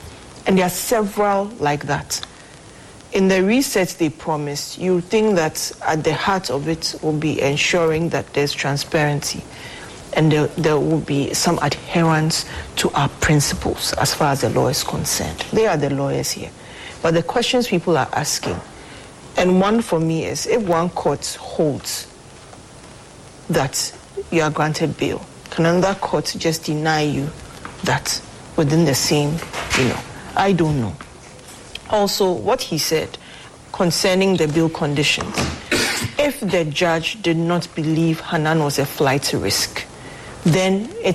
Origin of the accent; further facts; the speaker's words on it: Ghana; As a Ghanaian